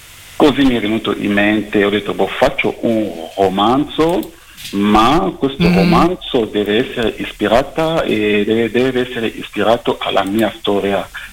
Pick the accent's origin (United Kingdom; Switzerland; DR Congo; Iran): DR Congo; moved away as an adult; Il Congo belga e il Congo francese, e io vengo dal Congo belga.